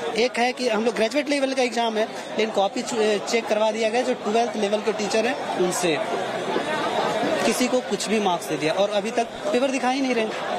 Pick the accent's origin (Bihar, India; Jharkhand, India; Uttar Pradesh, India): Jharkhand, India; first language Khortha; Hindi is a second language; हमारा मातृभाषा खुरठा है, मैं यहाँ का मूलवासी हूँ